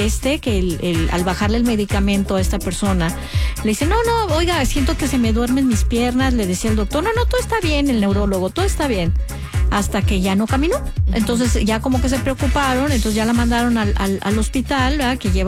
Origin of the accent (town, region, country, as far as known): Mexico